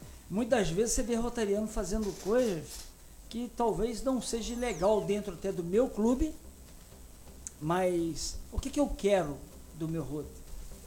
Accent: Bom Jesus do Itabapuana, Rio de Janeiro, Brazil; Eu sou de Bom Jesus do Itabapuana

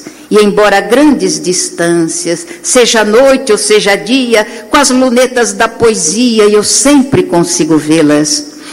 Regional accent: Mato Grosso, Brazil; como eu via na minha infância em Mato Grosso. Não sou carioca, não, sou mato-grossense.

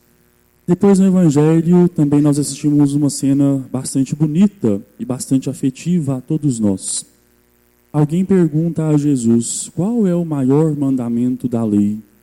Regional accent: Carmo do Cajuru, Minas Gerais, Brazil; Lá em Carmo do Cajuru, a minha terra natal, o lugar que me gerou

